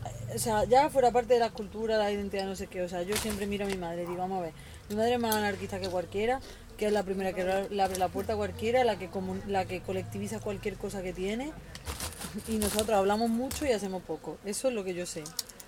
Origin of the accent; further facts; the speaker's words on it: Andalusia, Spain; Nosotros somos andaluzas. Yo sé que mi identidad andaluza de barrio y cani está totalmente en contraposición a ser una tía de Berlín.